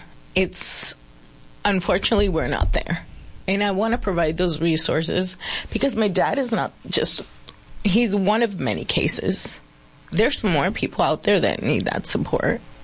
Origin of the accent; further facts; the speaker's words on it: Yuma County, Arizona, United States; I come from the Yuma County community